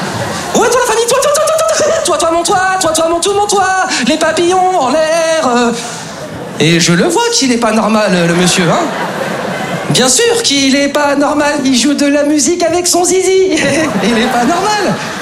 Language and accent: French; Lyon, Auvergne-Rhône-Alpes, France; now in Paris, France; Moi, comme beaucoup d'entre vous, les amis, je suis originaire de province, je suis originaire de Lyon. Et c'est vrai qu'avant de m'installer sur Paris, j'avais des petites appréhensions sur cette ville, tu vois.